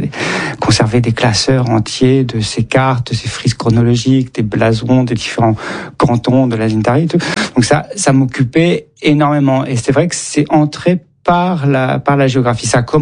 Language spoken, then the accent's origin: French; Auvergne-Rhône-Alpes, France; De l'autre côté, j'ai grandi dans l'Isère, et de l'autre côté, c'était l'Ain.